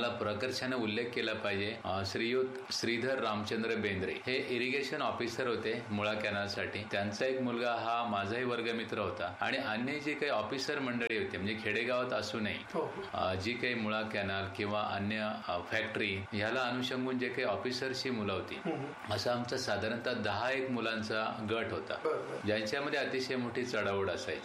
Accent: Kasar Pimpalgaon, Maharashtra, India; born or raised there; also born or lived in Varur, Shevgaon / Ahmednagar (Maliwada)

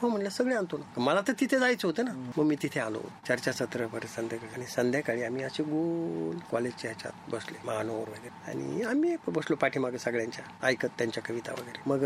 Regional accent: Maharashtra, India; also born or lived in Chalisgaon; कुठलं म्हणे तू, म्हणलं मी चाळीसगावला असतो. चाळीसगावच आहे का तू, म्हणलं नाही मी नगर जिल्ह्यातला आहे.

